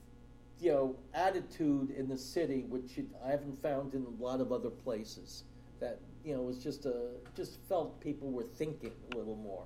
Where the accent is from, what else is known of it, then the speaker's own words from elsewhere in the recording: New York City, New York, United States; back in New York City, my hometown